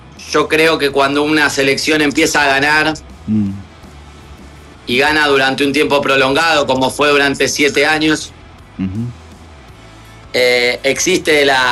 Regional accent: Argentina

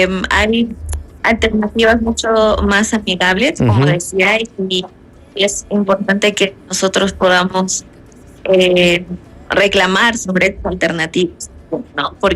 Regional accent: Ayacucho, Peru; de donde yo soy, de Ayacucho

